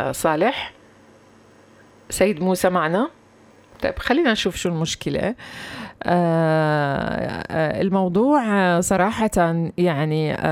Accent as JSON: {"language": "Arabic", "country": "Palestine", "said": "احنا كفلسطينيين"}